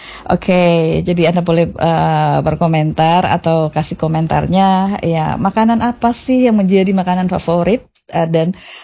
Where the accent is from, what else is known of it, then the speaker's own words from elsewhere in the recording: North Sumatra, Indonesia; karena saya orang Batak, makanan favorit orang Batak itu banyak, gitu ya.